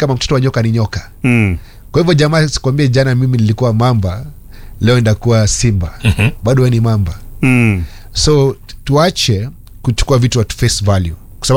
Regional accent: Taita-Taveta County, Kenya; born there; I'm from Taita. Yeah, nilizaliwa Taita.

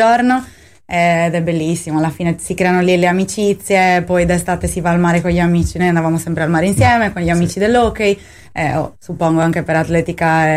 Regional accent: Cagliari, Sardinia, Italy; born there; Sono nata all'Amsicora, ho iniziato lì a fare hockey, poi ho studiato fuori, quindi per un bel po' di anni sono stata via.

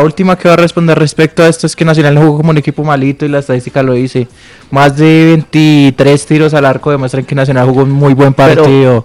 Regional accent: Colombia; pero así somos los colombianos

